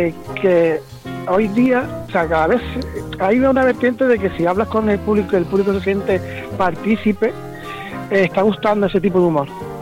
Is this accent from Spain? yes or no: yes; Jerez, Andalusia, Spain; also born or lived in Las Palmas; Yo nací en Las Palmas, Gran Canaria, en la clínica del Pino, el 10 de Santa Rita. O sea, se puede ser más canario. Lo que pasa que mi padre era de Cádiz y me crié en Jerez.